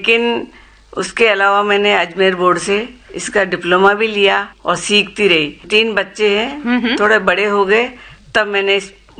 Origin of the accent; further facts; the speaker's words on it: Hindoli, Rajasthan, India; moved away as an adult; now in Kota, India; मैं बूंदी डिस्ट्रिक्ट के हिंडौली कस्बे से हूँ